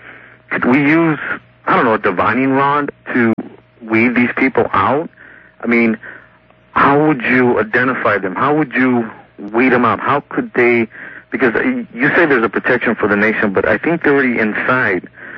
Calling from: Los Angeles, California, United States; I'm calling you from East Los Angeles. I'm only 20 minutes away.

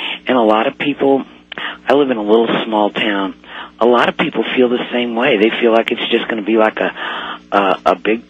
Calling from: Hawk Point, Missouri, United States; I'm calling you from Hawk Point, Missouri.

